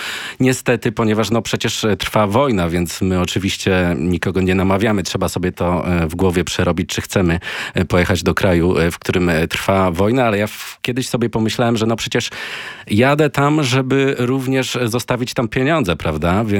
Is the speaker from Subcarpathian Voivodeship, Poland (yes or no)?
yes; Sanok, Subcarpathian Voivodeship, Poland; born there; ponieważ ja urodziłem się w takim miejscu, w Sanoku dokładnie, bardzo blisko Bieszczad, to 80 kilometrów